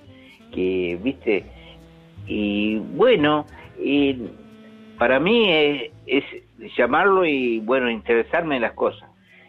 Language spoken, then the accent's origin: Spanish; La Plata, Buenos Aires Province, Argentina; escuchame una cosa. Yo soy de La Plata.